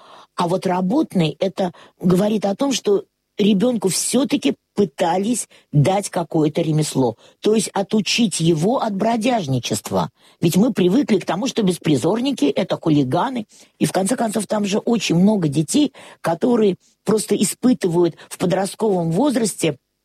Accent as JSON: {"language": "Russian", "region": "Saint Petersburg", "country": "Russia", "tie": "born there", "said": "а я родилась в доме на Большой Подъяческой 8."}